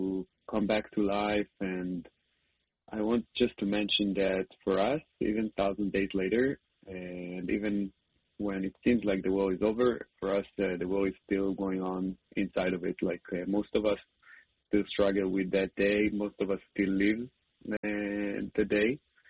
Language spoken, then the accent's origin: English; Holon, Tel Aviv District, Israel; the club that he goes in Holon, my hometown.